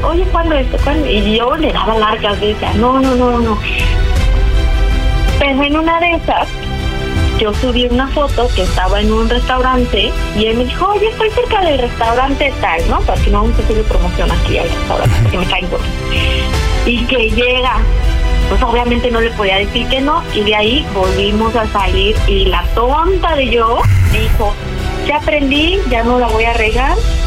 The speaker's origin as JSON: {"language": "Spanish", "town": "Cuautla", "region": "Morelos", "country": "Mexico", "said": "Tengo 34 años y soy de Cuautla, Morelos."}